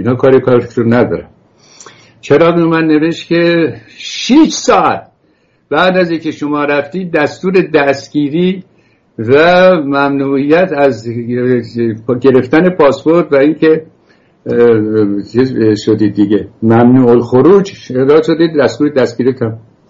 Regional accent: Iran; moved away as an adult; also born or lived in France / England; now in United States; با همون لباس و کت‌شلواری که ایران می‌پوشیدیم اینجا هم همونجور و شروع کردیم آرام آرام فرهنگ رو آموختن که رفتار آمریکایی چگونه است

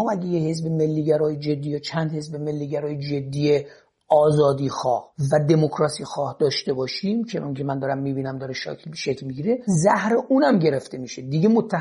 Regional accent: Gilan, Iran; من به عنوان یک گیلک

